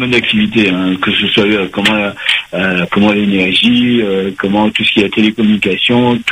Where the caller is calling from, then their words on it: Réunion; je suis français. Oui. D'accord. Chinois et indien, d'accord. Ok. Et j'ai un métissage que tu connais sur la Réunion.